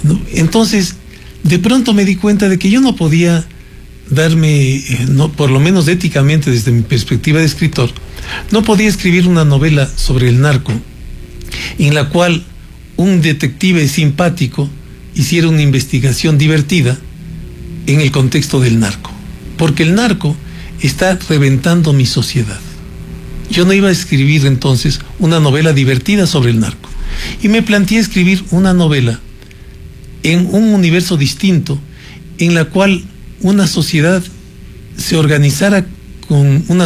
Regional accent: Ecuador; mi país, Ecuador

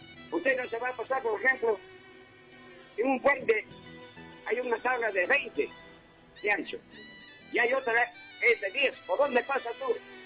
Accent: Huaraz, Ancash, Peru; Yo, por ejemplo, soy de Huaraz, conozco Huascarán.

